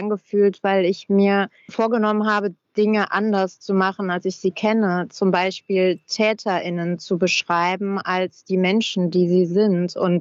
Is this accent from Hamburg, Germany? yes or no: no; Hermeskeil, Rhineland-Palatinate, Germany; born there; Ich trete dann, wenn überhaupt, wahrscheinlich Hermeskeil meinem Geburtsort nahe.